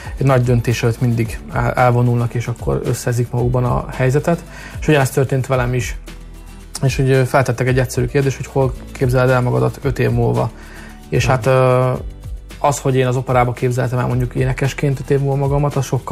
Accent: Ajka, Veszprém County, Hungary; Az, hogy én egy kisfaluból származom Ajka mellől, ami Ajkával egy települést alkot. Hát én Ajkainak mondom magam, de igazából Padrakúti vagyok, szóval ez egy kis falu Ajka mellett, egy hát 3000 fős falu, azért annyira nem kicsi, de egy kis falu.

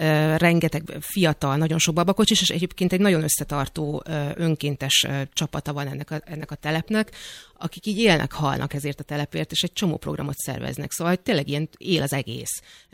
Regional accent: Budapest, Hungary; vagyok vekerlei, hogy mi 3 évvel ezelőtt ugye mi egy utcával feljebb költöztünk, tehát mi gyakorlatilag kiköltöztünk Vekkerléről. Tehát én most már kispesti vagyok

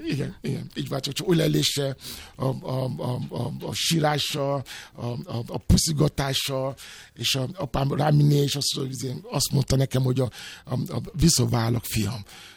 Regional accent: Nigeria; first language Yoruba; Hungarian is a second language; now in Hungary; mert én többet értem a Magyarországon, mint a saját otthon, ahol születtem.

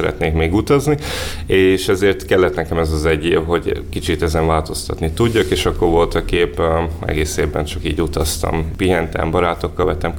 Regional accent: Felvidék, Slovakia; Ugye én felvidéki származású vagyok

